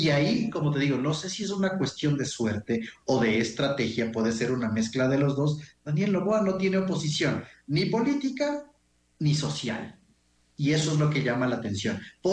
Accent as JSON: {"language": "Spanish", "country": "Ecuador", "said": "nosotros, como ecuatorianos"}